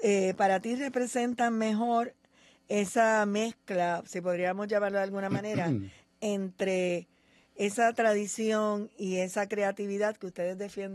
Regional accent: Puerto Rico; es parte de nuestra identidad como puertorriqueños.

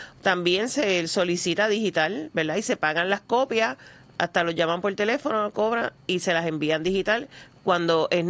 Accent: San Juan, Puerto Rico; Era San Mateo de Cangrejos, que ese es el nombre que aparece en todas partes, y nosotros éramos un pueblo. Éramos un pueblo, así que ahora somos un barrio de San Juan, pero sabes que vivimos y mantenemos esa idiosincrasia

